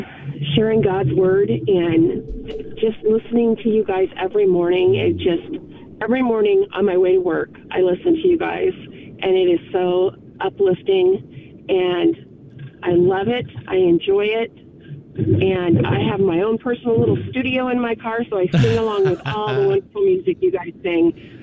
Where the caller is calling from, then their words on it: Elwood, Nebraska, United States; Elwood, Nebraska.